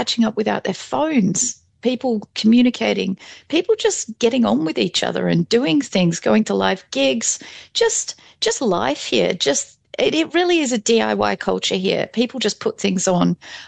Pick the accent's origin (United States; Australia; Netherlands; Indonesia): Australia; Outback; So I grew up in Outback Australia. I was, I grew up on massive farms and I was really isolated, and we were moving around a lot as a kid.